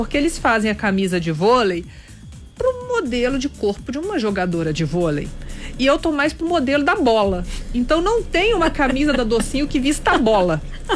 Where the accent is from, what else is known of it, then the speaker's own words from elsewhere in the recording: Brazil; como boa brasileira teimosa que sou.